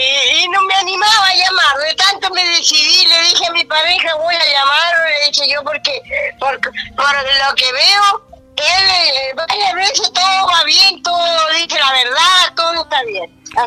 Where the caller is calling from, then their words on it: Puerto Natales, Magallanes and Chilean Antarctica, Chile; Yo ahora estoy de Puerto Natales.